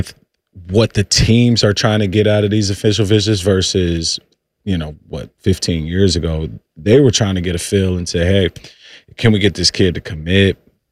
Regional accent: Cincinnati, Ohio, United States; I grew up in Cincy

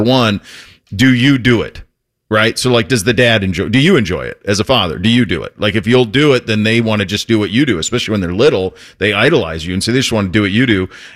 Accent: Montana, United States; I grew up in Montana. We didn't even have it.

